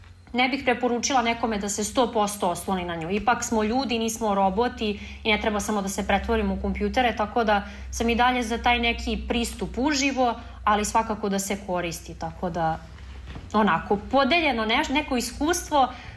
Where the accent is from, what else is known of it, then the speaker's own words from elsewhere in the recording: Pančevo, Vojvodina, Serbia; Odrasla sam u Pančevu, tu sam i rođena, tako da sam blizu relativno Beograda.